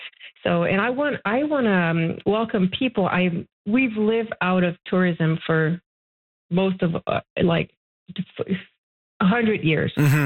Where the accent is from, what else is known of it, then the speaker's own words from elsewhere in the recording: Mont-Tremblant, Quebec, Canada; I've been born and raised in Mont Tremblant, and I feel so blessed to be born and raised there.